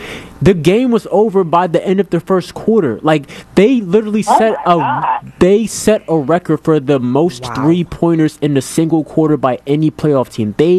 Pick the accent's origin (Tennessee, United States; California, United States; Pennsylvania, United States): Pennsylvania, United States; Philadelphia; So it just as a Philadelphian, just as a person who grew up, born and raised in the city